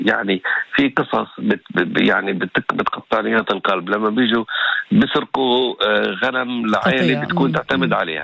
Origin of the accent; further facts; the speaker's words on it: Tubas, Tubas Governorate, Palestine; now in Ramallah, Palestine; أنا أهلي في طوباس ما بعرف كيف أوصلهم.